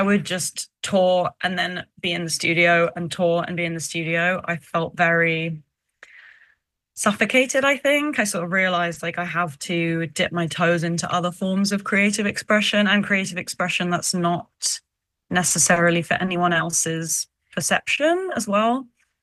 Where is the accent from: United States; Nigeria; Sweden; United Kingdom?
United Kingdom; London; Oh, I grew up in London as well.